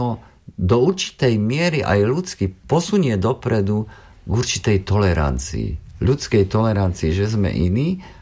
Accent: Košice, Košice Region, Slovakia; now in Germany; ja mám dva domovy. Som Košičan, teda vyrastal som v Košiciach, ktorý žije v Nemecku a mám dva domovy.

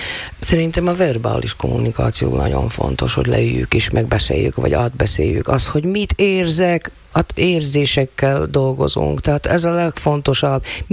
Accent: Ragyolc, Nógrád, Hungary; mai napig Ragyolcinak tartom, tehát nekem ott a hazám, tehát nem itt nőttem föl

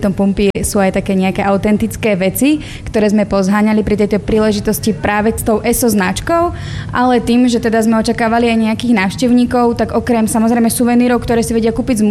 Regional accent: Brezno, Banská Bystrica Region, Slovakia; som z Brezna a na starosti mám nejaký taký marketing tu v múzeu.

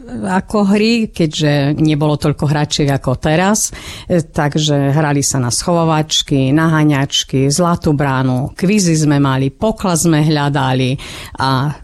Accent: Zemplín, Slovakia; ako u nás na Zemplíne hovoríme, až do škomiatka.

